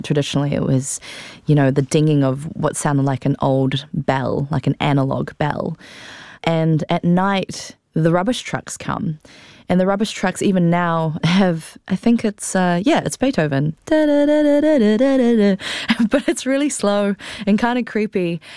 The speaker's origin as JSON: {"language": "English", "region": "Taipei", "country": "Taiwan", "tie": "born or raised there", "said": "When I was growing up in Taipei, we lived in an area called Nangang."}